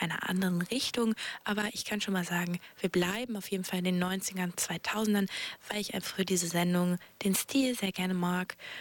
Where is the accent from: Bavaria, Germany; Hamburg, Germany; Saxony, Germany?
Hamburg, Germany; Also da, ich bin auch eine Hamburgerin, Hamburger Dirn und ja, deswegen kann ich hier auch mal ein bisschen hamburgische Musik anmachen